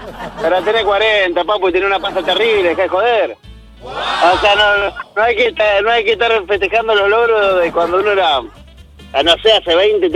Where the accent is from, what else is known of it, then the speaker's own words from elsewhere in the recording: Argentina; Ser argentino es demasiado bien se siente.